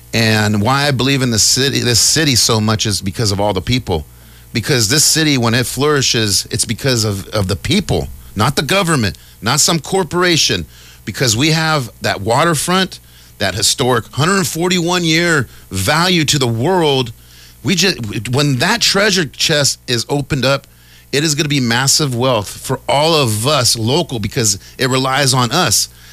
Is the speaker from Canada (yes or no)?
no; United States; I'm American. My family fought in the Revolution